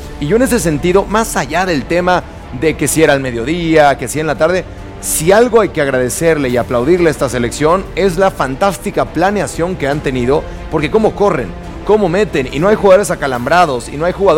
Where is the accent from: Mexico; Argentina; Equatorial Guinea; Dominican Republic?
Mexico; Yo voy a decir una cosa como mexicano, ¿no? Los mexicanos no necesitamos Viagra para jugar en la altura